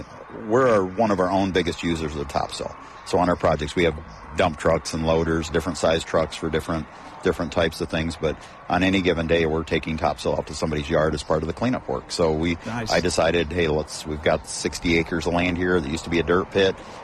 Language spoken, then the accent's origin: English; Michigan, United States; now in Oklahoma, United States; I grew up in Michigan, and I have family in Michigan